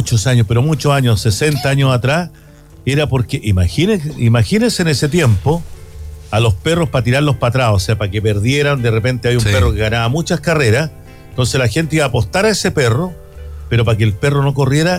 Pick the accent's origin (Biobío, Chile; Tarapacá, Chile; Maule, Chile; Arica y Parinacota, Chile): Maule, Chile; Longaví; cuando era cabro chico en Longaví